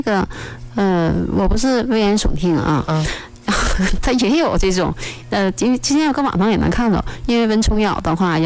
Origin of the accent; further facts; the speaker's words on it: Northeast China, China; 尤其我们东北人很少遇到这样的一个气候